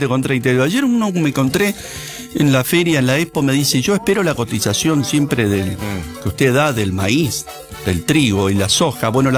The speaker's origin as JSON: {"language": "Spanish", "country": "Uruguay", "said": "los uruguayos no precisamos visa con el documento uruguayo"}